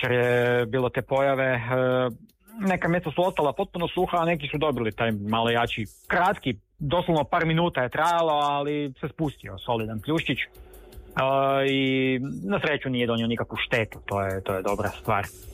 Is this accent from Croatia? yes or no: yes; Croatia